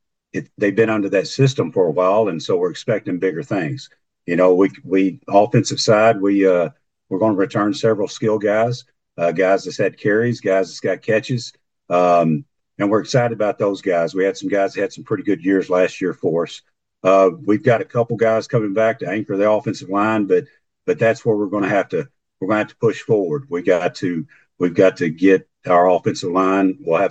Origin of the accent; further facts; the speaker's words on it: Wells Point, Texas, United States; born or raised there; moved away as an adult; also born or lived in Stephenville, Texas / Tyler, Texas / Forney, Texas / Palestine, Texas